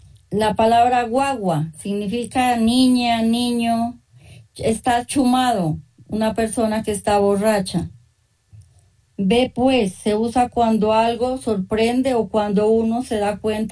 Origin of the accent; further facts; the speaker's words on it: San Bernardo, Nariño, Colombia; now in Bogotá, Colombia; mi hermoso lugar donde me vio crecer y nacer. Aunque desde hace algunos años vivo acá en Bogotá, yo vengo de un pueblo muy cerca a la ciudad de Pasto, la capital. Mi pueblo se llama San Bernardo Nariño.